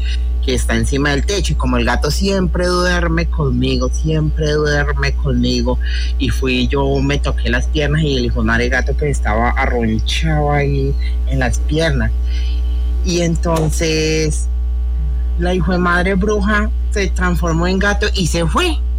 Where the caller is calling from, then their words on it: Venadillo, Tolima, Colombia; Desde acá del norte del Tolima, desde una vereda del municipio de Venadillo